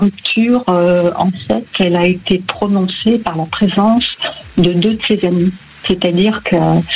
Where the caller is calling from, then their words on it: Marseille, Provence-Alpes-Côte d'Azur, France; Alors, je vous appelle de Marseille.